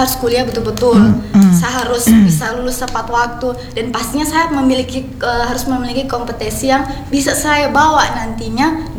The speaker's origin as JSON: {"language": "Indonesian", "area": "Parigi Moutong", "region": "Central Sulawesi", "country": "Indonesia", "moved": "yes", "said": "Dari Parigimotong"}